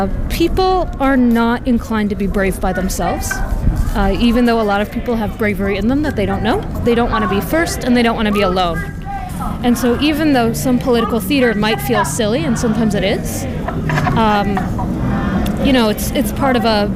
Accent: Madison, Wisconsin, United States; I'm from Madison. I've lived in Wisconsin my entire life

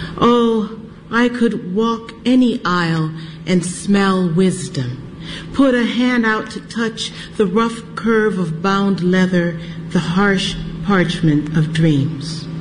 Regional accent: Akron, Ohio, United States; This is my special branch library in my hometown of Ohio, Akron, Ohio, Maple Valley Branch Library, 1967.

